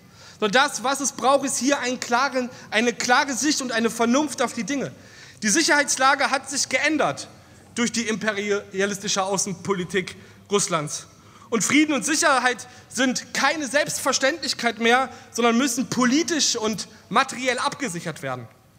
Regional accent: East Germany, Germany; dann müssen auch wir als Ostdeutsche selbstbewusst auftreten.

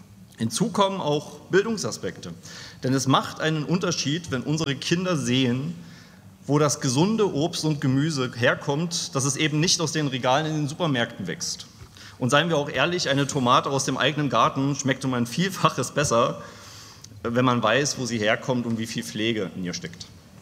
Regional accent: Leipzig, Saxony, Germany; Als Leipziger

